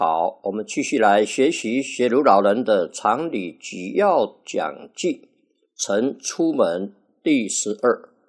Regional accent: Taichung, Taiwan; 他是彰化人，我们是台中人

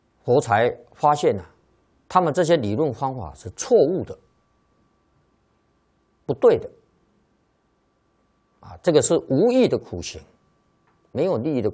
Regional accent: China; 那么这个依照我们中国人的算法了，算虚岁的，算虚岁的。

